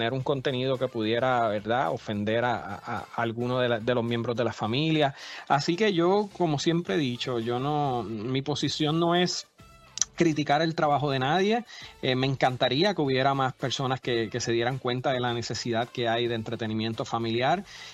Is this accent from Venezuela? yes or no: no; Puerto Rico; also born or lived in Ohio / New Jersey; now in Tampa, United States; mi isla, Puerto Rico